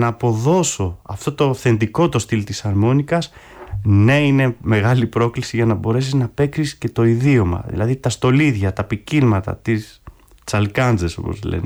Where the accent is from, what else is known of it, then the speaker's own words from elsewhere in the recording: Volos, Thessaly, Greece; μεγάλωσα στο Βόλο, στη Νέα Ιωνία.